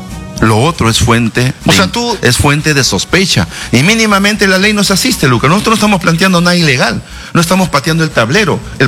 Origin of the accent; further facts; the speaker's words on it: Peru; Y tenemos el derecho también, como un peruano, idéntico como tú, a dudar, a tener sospechas de esa actuación